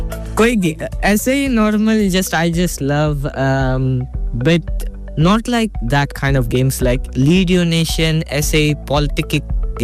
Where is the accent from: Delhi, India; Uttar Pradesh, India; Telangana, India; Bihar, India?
Telangana, India; Hyderabad; जैसे बताया कि मैं तेलंगाना से हूँ हैदराबाद